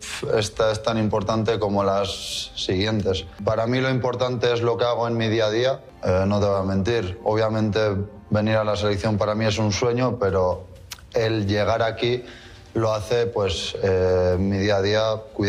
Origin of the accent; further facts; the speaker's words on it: Mexico; Que el 90% de mis familiares son mexicanos, somos mexicanos.